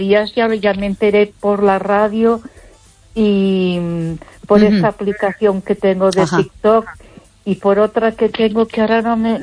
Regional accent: Barcelona, Catalonia, Spain; A Barcelona, porque yo creo que ya te lo dije. Yo me crié en la Avenida Gaudí, que está muy cerquita de la Sagrada Familia.

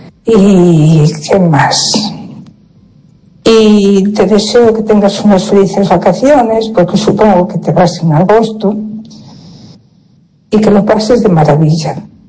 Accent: A Coruña, Galicia, Spain; de Coruña, que el otro día no lo he dicho.

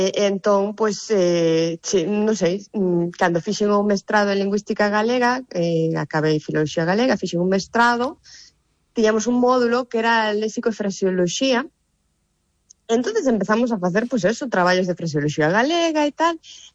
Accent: Ponteareas, Galicia, Spain; eu, bueno, son da aldea de toda a vida, non? Son de Ponteareas, dunha aldea de Ponteareas, e sí. Sempre, na miña casa sempre houve animais

